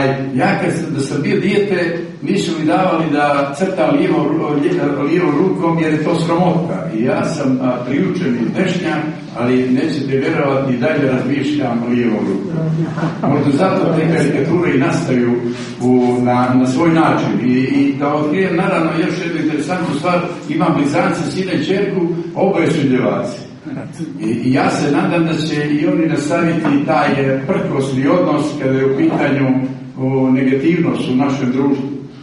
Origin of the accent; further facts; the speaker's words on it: Podgorica, Montenegro; also born or lived in Berane; ja sam bukvalno porastao u Podgorici, a rođen sam u Beranima.